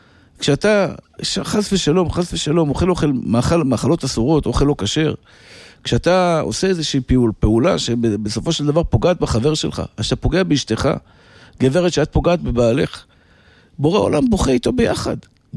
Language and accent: Hebrew; Tel Aviv, Tel Aviv District, Israel; כשהייתי ילד גרתי בשכונת התקווה.